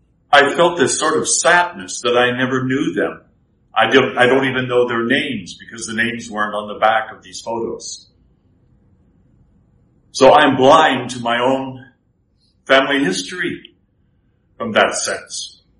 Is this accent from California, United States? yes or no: no; Spokane, Washington, United States; When I was growing up in Spokane, I can remember family gatherings that were almost on a weekly basis